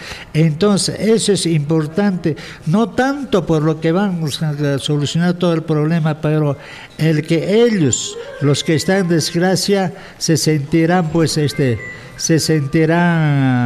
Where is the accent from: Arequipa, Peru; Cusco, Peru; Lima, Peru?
Cusco, Peru; Acomayo Province; Estos nuestros amigos que son de mi provincia de Acomea, del distrito de Sangarará.